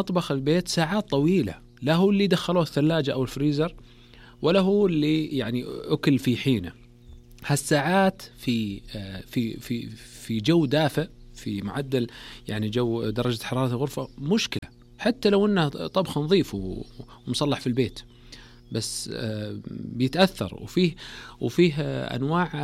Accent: Saudi Arabia; مو مثل والله مستوى مثلا دول الخليج او عندنا في السعوديه الحمد لله

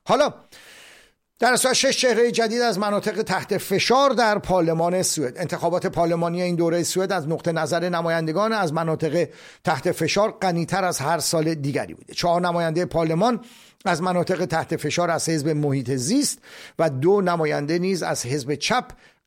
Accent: Iran; now in Sweden; ما ایرانی ها در سوئد

